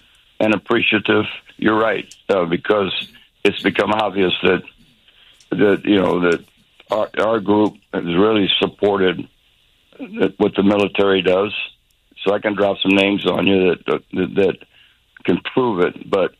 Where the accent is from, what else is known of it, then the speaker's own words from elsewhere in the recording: Tampa, Florida, United States; when I was born and raised in Tampa, Florida, my dad, my family, you know, was all about baseball.